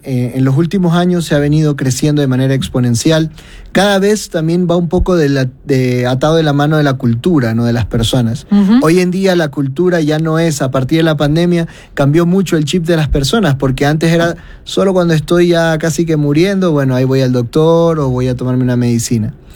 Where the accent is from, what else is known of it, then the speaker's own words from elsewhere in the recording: Guayaquil, Guayas, Ecuador; como somos de Guayaquil, vamos a hacer en Guayaquil, en el Sport Garden